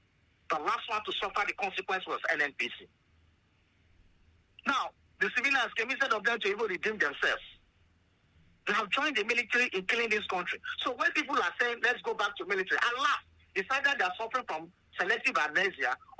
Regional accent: Bacita, Kwara, Nigeria; Yeah, I grew up in, I was born in Bashita in Kwara State.

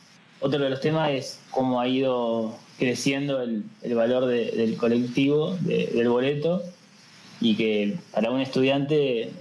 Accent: Balcarce, Buenos Aires Province, Argentina; now in Tandil, Argentina; Yo, o sea, soy de Balcarce y vivo en Tandil y quedan a 107 kilómetros de distancia.

